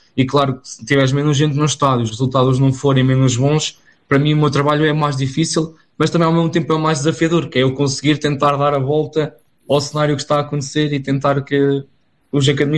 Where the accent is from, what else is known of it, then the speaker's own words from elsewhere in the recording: Bragança, Norte, Portugal; also born or lived in Viseu; comecei no Clube da Minha Terra, que lá em Bragança, aqui onde eu estou neste momento. E aqui também a malta não deixa ser envergonhada, somos todos muito, como nós dizemos cá em cima, bota para a frente